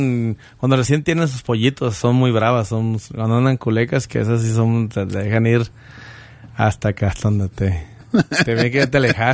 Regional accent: Jalisco, Mexico; now in Roaring Fork Valley, Colorado, United States; aquí hay mucha gente de mi pueblo que radican aquí ya por varios años, ya varias décadas.

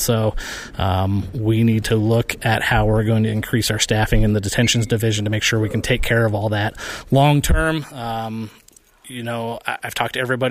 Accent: Parachute, Colorado, United States; So I was born and raised in Parachute, Colorado.

